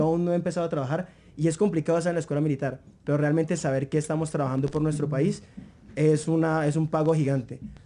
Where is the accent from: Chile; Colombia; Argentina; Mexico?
Colombia; Algeciras, Huila; moved away; Desde muy joven, yo crecí en un pueblo en Huila, en Algeciras Huila.